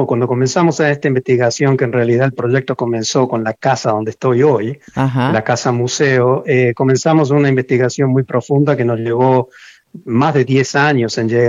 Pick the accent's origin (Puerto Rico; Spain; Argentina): Argentina; Villa María, Córdoba; nosotros somos de Villa María, provincia de Córdoba